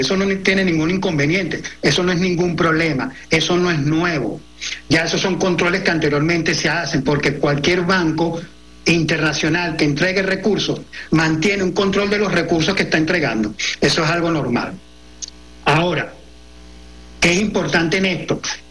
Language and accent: Spanish; La Guaira, Venezuela; soy de La Guaira